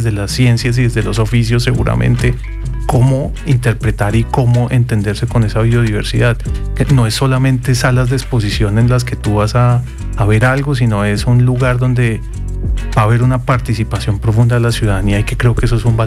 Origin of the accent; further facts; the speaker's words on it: Bogotá, Capital District, Colombia; accent: Bogotá; Yo he tenido la oportunidad de pensar instituciones fuera de Bogotá principalmente, a pesar de que mi acento me delata.